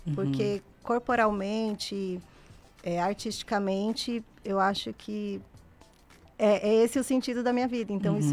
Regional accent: São Paulo, Brazil; born there; moved away as an adult; also born or lived in Salvador; Eu nasci em São Paulo e com 19 anos eu fui para Salvador.

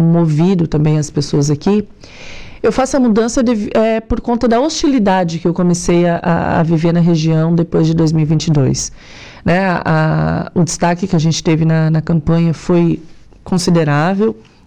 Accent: Criciúma, Santa Catarina, Brazil; eu tenho 39 anos, sou microempreendedora da área de eventos. E desde muito nova, eu sou natural de Criciúma, né? Mas a família reside hoje no município de Sara, no bairro da Esplanada

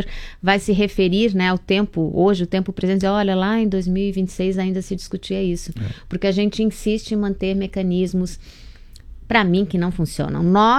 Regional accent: Brazil; Eu como brasileira, achei assustador.

